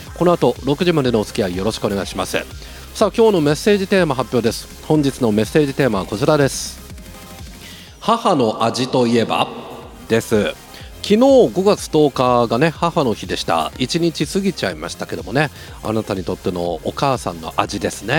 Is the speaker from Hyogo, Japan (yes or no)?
no; Yasugi, Shimane, Japan; 僕の地元の安来市広瀬町